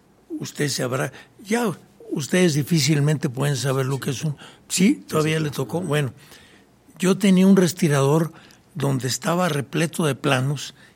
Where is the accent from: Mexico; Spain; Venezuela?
Mexico; Ojo Caliente, Zacatecas; born or raised there